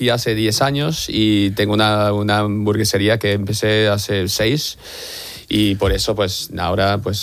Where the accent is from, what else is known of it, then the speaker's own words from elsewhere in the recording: British Virgin Islands; Spanish is a second language; Soy de las Islas Vírgenes, en el Caribe.